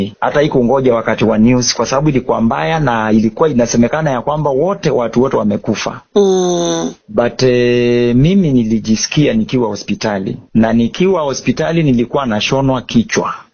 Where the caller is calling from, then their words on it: Kilifi County, Kenya; Nimetokea pande za Kilifi. County 003 na nimeokoka na mpenda Yesu.